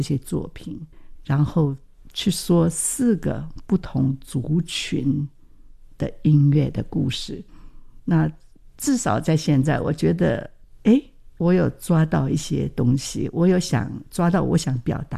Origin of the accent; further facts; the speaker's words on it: Taiwan; 我是台湾的人